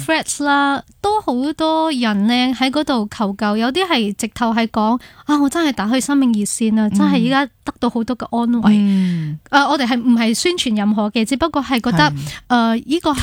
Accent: Malaysia; moved away as an adult; now in Hong Kong; 即是来到香港，其实我发现哇很多东西不适应的时候，家人又没得讲啦，因为我自己选择的嘛，跟住又冇乜朋友喺香港，即系马来西亚有朋友嘅，

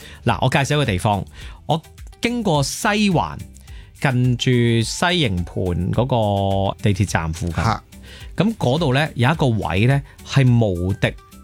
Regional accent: Hong Kong; 因为始终我哋香港人，其实我哋去呢啲地方系近啲嘅。

